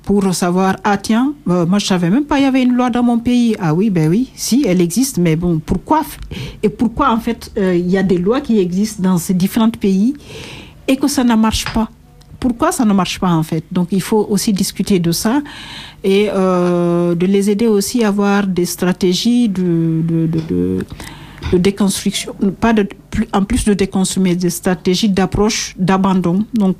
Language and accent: French; Guinea; nous sommes originaires de Guinée.